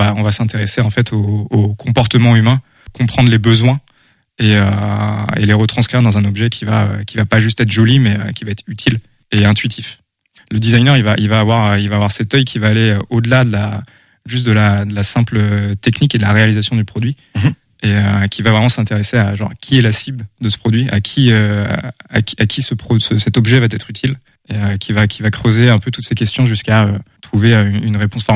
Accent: Nantes, Pays de la Loire, France; moved away as an adult; also born or lived in Copenhagen; now in Angers, France; Je viens de Nantes à la base, c'est là où j'ai étudié

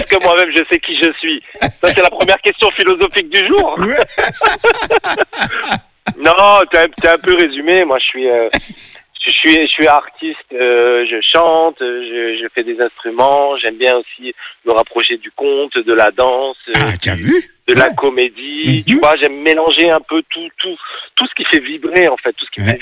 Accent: Amiens, Hauts-de-France, France; also born or lived in Abidjan; Et puis en fait, très tôt, mes parents sont rentrés en France et puis j'ai grandi à Amiens

